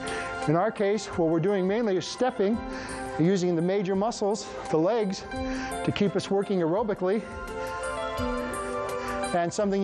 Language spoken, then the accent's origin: English; Olympia, Washington, United States; now in Black Hills, United States; I'm from Olympia, Washington, and I got used to being raised in an environment where it was cloudy 300 days of the year.